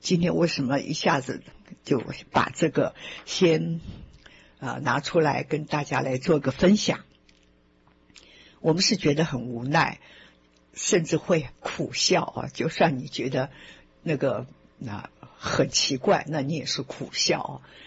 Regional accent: Taiwan; 我们台湾人说度丢就是你碰到了这个事情了

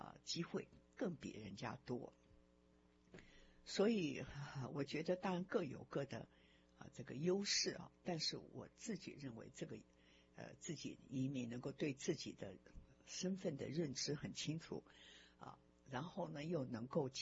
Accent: Taiwan; born there; 我说我是在台湾出生的中国人我是台湾人也是中国人，我是在台湾出生的中国人

